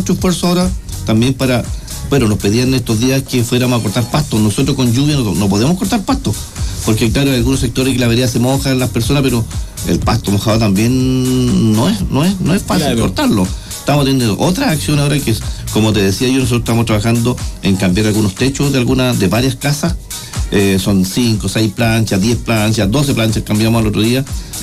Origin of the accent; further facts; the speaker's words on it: Viña del Mar, Valparaíso, Chile; now in Cañete, Chile; Yo vengo de Viña del Mar y nunca vi, ¿cierto?, el compromiso de los bomberos que tienen aquí en Cañete.